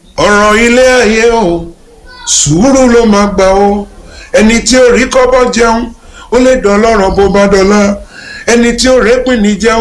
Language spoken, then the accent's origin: English; Nigeria; moved away as an adult; also born or lived in France; now in England; I'm a Bekuta Negro. Because I'm from Nigeria, I'm not American Negro.